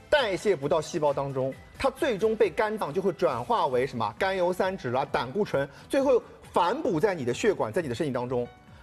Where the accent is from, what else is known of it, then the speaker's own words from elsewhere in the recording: China; 就按照我们中国人日常饮食的情况下，慢慢吃